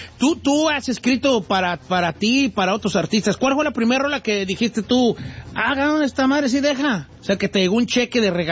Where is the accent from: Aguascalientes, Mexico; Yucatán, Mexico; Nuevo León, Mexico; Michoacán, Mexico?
Michoacán, Mexico; Soy de un pueblo chico, nunca lo he dicho. Ah, soy de Michoacán, de acá del lado de Michoacán. Muy cerca de Guadalajara, por cierto.